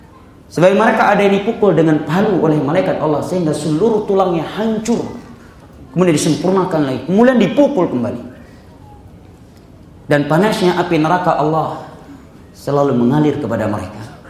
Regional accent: Pidie Jaya, Aceh, Indonesia; di daerah saya terjadi sepertiga akhir malam sebelum waktu subuh di Pidijaya.

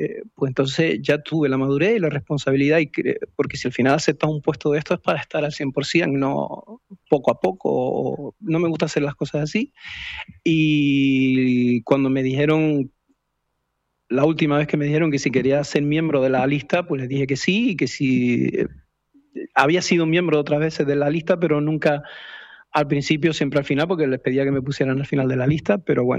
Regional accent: La Gomera, Canary Islands, Spain; cuando vine de La Gomera, estudié en el Padre Ancheta. Entonces, para diferenciarme del resto, todo el mundo

